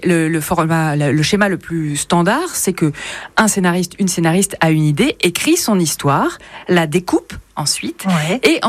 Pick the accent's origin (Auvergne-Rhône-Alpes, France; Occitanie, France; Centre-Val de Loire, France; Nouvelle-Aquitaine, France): Centre-Val de Loire, France; Orléans; born there; also born or lived in Paris; now in Morbihan, France; moi je suis née au bord de la Loire parce que je suis née à Orléans, ouais. Mais depuis une dizaine d'années, je vis au sud du Morbihan, au vert et pas loin de l'eau.